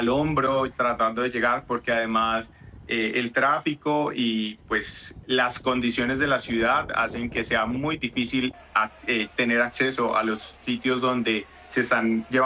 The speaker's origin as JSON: {"language": "Spanish", "town": "Cali", "region": "Valle del Cauca", "country": "Colombia", "said": "Pero también hay algo positivo y es que como caleños nos hemos solidarizado mucho."}